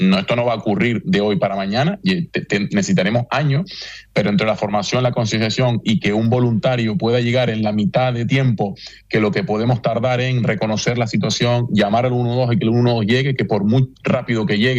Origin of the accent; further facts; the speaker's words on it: Canary Islands, Spain; todos como canarios